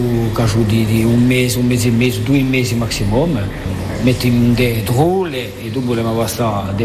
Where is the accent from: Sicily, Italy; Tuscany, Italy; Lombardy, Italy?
Sicily, Italy; Augusta; Io sono di Augusta.